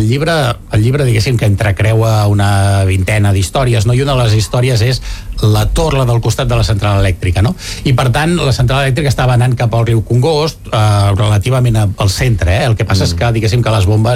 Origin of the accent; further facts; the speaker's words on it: Granollers, Catalonia, Spain; És, Clar, és directe, jo sóc de Granollers.